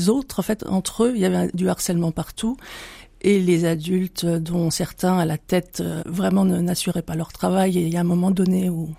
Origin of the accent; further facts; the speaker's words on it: Besançon, Bourgogne-Franche-Comté, France; Je suis originaire de Besançon.